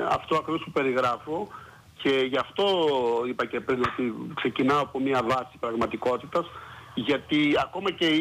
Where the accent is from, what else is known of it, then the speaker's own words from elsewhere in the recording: Patras, Western Greece, Greece; born there; εγώ δεν έκατσα πολύ στο χωριό μου. Εγώ στο χωριό δεν έκατσα. Εγώ πολύ νέος πήγα, πολύ, δηλαδή στα 10 χρονών πήγα στην Πάτρα.